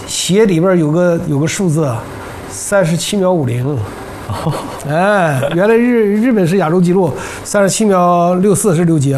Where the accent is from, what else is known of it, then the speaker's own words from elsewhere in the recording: northern China, China; 咱是北方人，